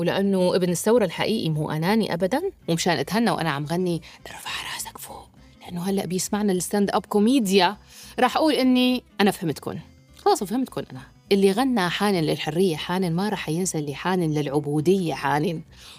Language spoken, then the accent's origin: Arabic; Syria